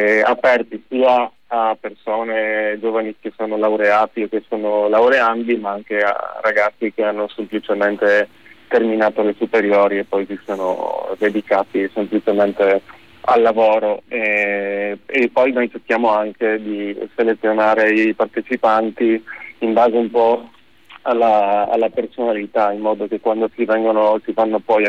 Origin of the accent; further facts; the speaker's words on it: Friuli-Venezia Giulia, Italy; moved away as an adult; E siccome anche sono sempre stato fuori regione, sono friulano. E dopo la fine delle superiori sono stato parecchio in giro, e questa è stata un po' l'occasione per questi spericolati per me per ritornare sia in regione